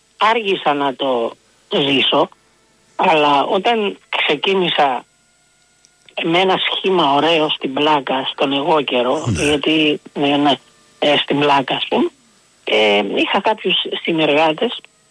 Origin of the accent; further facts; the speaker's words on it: Agia Varvara, Greece; Ήθελα να σου πω κάτι που μου έμεινε από την Αγία Βαρβάρα, το χωριό μου. Ήμουνα το 44 γεννηθής, αλλά το 50 περίπου εκεί.